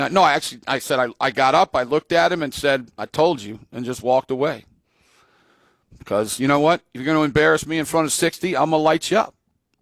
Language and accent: English; Baltimore, Maryland, United States; my hometown, Baltimore